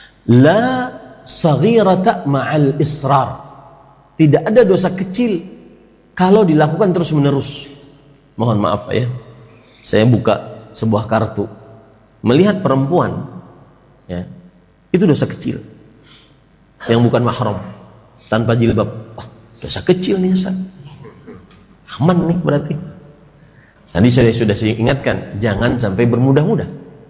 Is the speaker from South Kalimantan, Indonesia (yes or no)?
yes; South Kalimantan, Indonesia; now in Barito Kuala, Indonesia; Saya di sebuah daerah, saya dari Kalimantan Selatan, lebih tepatnya lagi tinggal sekarang di Kabupaten Baritokwa.